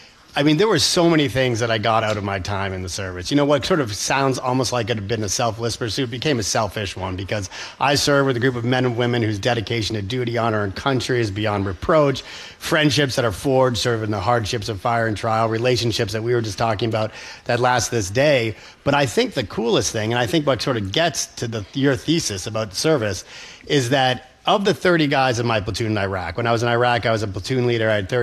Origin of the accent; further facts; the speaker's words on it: Concord, Massachusetts, United States; growing up in Concord, surrounded by this incredible exposure to the history and glory of America.